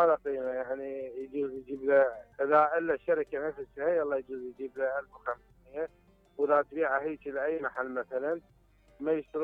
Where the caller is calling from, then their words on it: Baghdad, Baghdad Governorate, Iraq; من بغداد من الدارة.